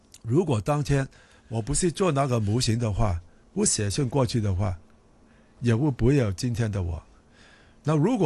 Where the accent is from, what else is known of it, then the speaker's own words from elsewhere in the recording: Hong Kong; 我们中国人、我们香港人都已经有很大的改变、很大的进步